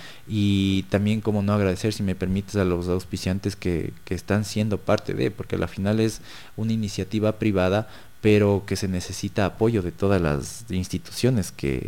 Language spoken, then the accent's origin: Spanish; Ecuador; a la final somos de Ecuador